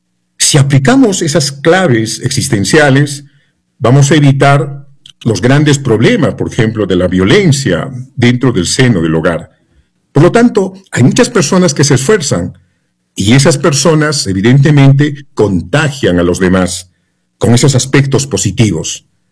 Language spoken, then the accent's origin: Spanish; Peru